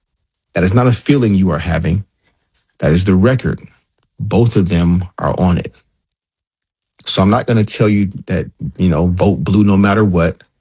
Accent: Detroit, Michigan, United States; your state, my state, I'm from Detroit

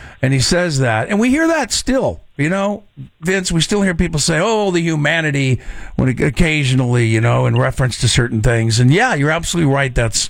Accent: Elk Grove, California, United States; my hometown, Elk Grove.

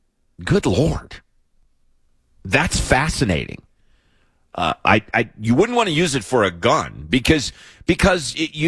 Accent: Sells, Arizona, United States; moved away; I grew up down in Sells, Arizona, which is on the Tonawatam Indian Nation. My parents are missionaries.

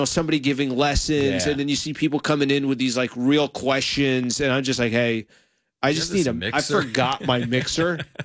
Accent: El Cajon, California, United States; I grew up in El Cajon.

